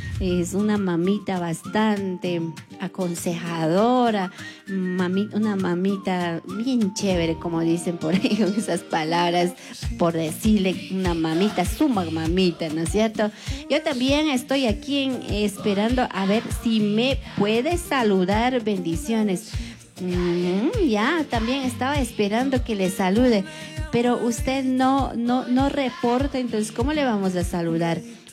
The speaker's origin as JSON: {"language": "Spanish", "country": "Ecuador", "said": "Somos ecuatorianos, ecuatorianos de corazón"}